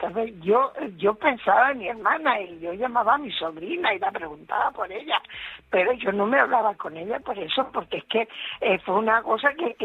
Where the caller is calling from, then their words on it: Valladolid, Castile and León, Spain; yo soy de Valladolid.